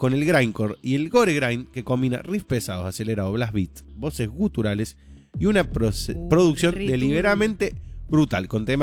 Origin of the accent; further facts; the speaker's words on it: Córdoba, Argentina; No me sale, soy cordobés.